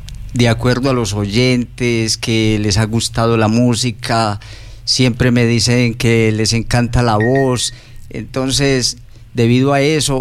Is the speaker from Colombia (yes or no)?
yes; Campamento, Antioquia, Colombia; es un placer inmenso estar aquí en mi pueblo querido.